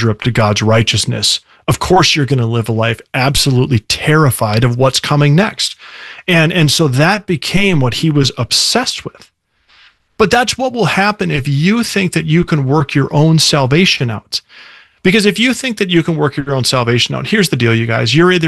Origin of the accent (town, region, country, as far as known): Minneapolis, Minnesota, United States; born or raised there; now in Sioux Falls, United States